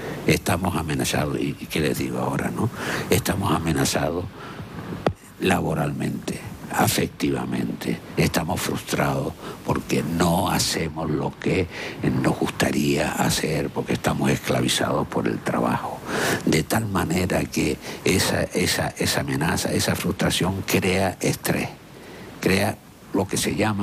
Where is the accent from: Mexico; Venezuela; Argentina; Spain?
Spain; Canary Islands; los canarios somos de 17 comunidades, los primeros en consumo de mantequilla